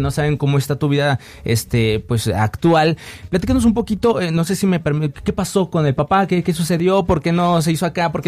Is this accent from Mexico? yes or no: yes; León, Guanajuato, Mexico; yo como leonés, realmente a mí no me gusta el caldo de oso.